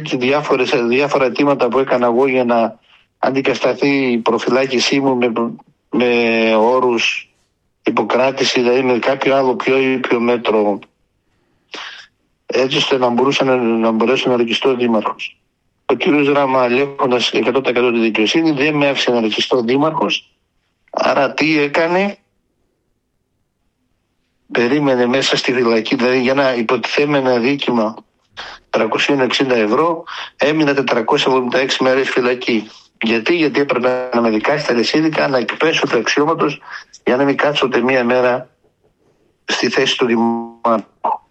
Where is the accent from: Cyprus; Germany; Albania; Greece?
Albania; Himara, Vlorë County; τους συμπατριώτες μου, τους Σημαριώτες